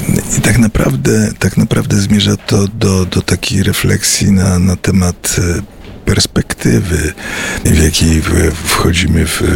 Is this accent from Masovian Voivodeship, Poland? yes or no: yes; Warsaw, Masovian Voivodeship, Poland; Jestem warszawiakiem, wychowałem się w Warszawie i jeździłem tramwajem 26 za młodu.